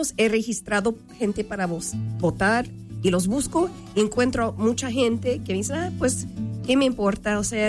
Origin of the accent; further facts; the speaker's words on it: Omaha, Nebraska, United States; born there; yo soy nacida aquí